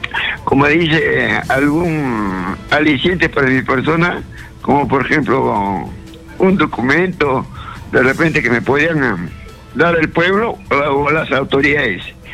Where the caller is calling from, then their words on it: Huancavelica, Peru; mi pueblo, Caja Espíritu, a Cobamba, Huancavelica